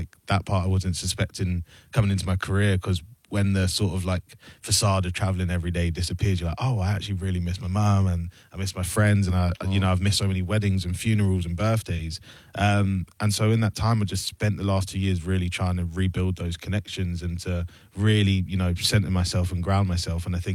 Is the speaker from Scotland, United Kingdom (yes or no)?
no; Luton, East of England, United Kingdom